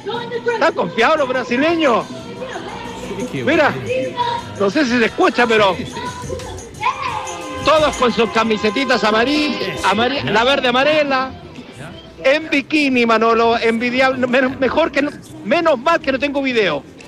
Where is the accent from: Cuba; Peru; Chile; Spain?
Chile; ¿Soy de Chile?